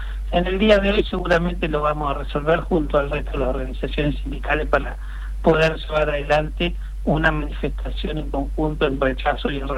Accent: Neuquén, Argentina; Sí, la verdad es que nosotros somos neuquinos.

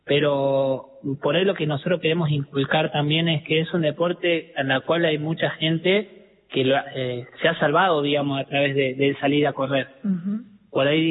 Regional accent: Córdoba, Argentina; bueno, yo soy de Córdoba

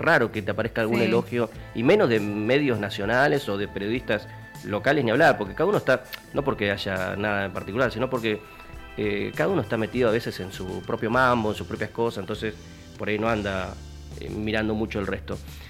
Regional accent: Argentina; nosotros pues somos argentinos

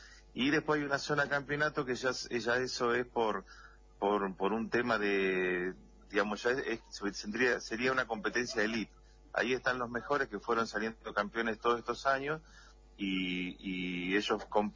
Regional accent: Santa Cruz, Argentina; Nosotros somos orgullosos de nuestra cuenca

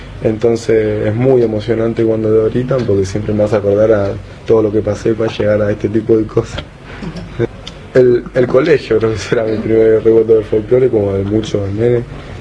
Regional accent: Morón, Buenos Aires Province, Argentina; Y yo salí de San José, de barrio San José, de Morón, como todo mi amigo, como todo mi staff.

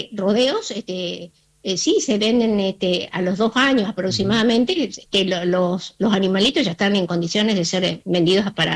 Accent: Argentina

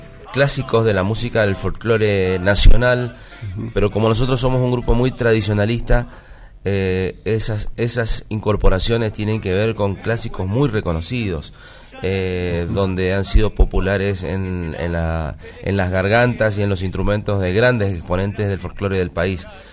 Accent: Cuyo, Argentina

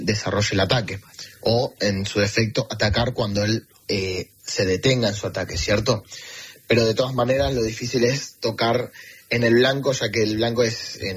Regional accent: Argentina

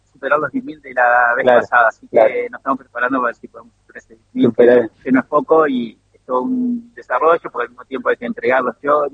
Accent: Viale, Entre Ríos, Argentina; born there; tengo donde nací en Viale

